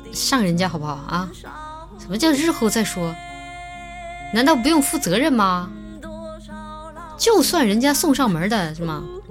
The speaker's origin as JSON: {"language": "Chinese", "region": "Chongqing", "country": "China", "accent": "Chongqing dialect", "said": "用我们重庆话"}